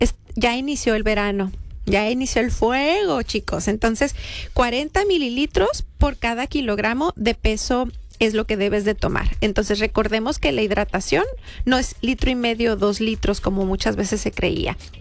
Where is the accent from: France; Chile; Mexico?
Mexico